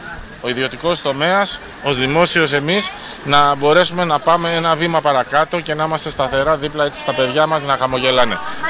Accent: Xylokastro, Peloponnese, Greece; εγώ ήμουν φοιτητής στο χωριό μου, στο Ξυλόκαστρο.

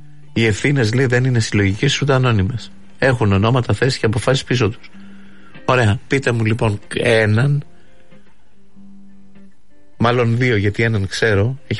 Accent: Greece; Και εγώ δεν λέω οι Έλληνες φταίνε, λέω οι Έλληνες φταίμε.

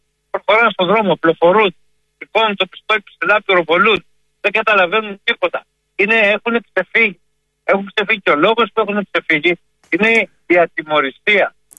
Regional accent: Thebes, Central Greece, Greece; now in Larissa, Greece; Εγώ ζω στη Λάρισα, αλλά μεγάλωσα στη Θήβα.

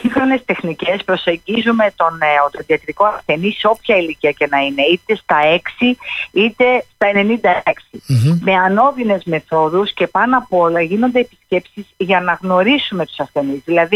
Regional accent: Oitylo, Peloponnese, Greece; Εγώ κατάγομαι από το Ίτυλο. Η Μάνη είναι ένας πολύ όμορφος τόπος. Έχει πολύ ωραίες θάλασσες. Έχει ιδιαίτερη αρχιτεκτονική με τους πύργους.

